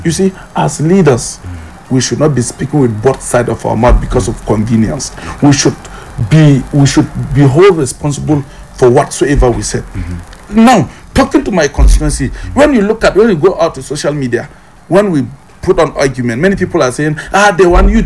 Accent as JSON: {"language": "English", "town": "Pankshin", "region": "Plateau", "country": "Nigeria", "said": "I am from Pangshin"}